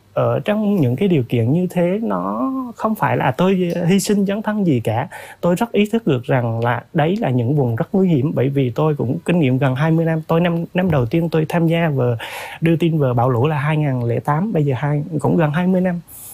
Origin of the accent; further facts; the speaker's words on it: Hòa Thịnh, Đắk Lắk, Vietnam; như nhiều bà con ở vùng lũ Hòa Thịnh phía Đông Đắk Lắk quê tôi vẫn hay nói